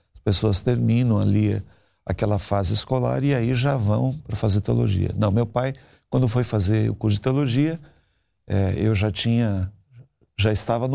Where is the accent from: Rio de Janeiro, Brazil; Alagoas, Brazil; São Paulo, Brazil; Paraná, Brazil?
Paraná, Brazil; Curitiba; born there; Sim, sou eu, em Curitiba, cidade onde eu nasci.